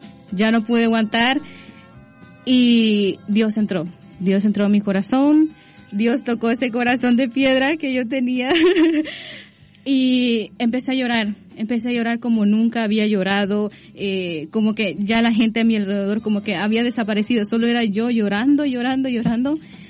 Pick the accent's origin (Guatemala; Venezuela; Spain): Guatemala; moved away; yo vine a este país, yo soy de Guatemala.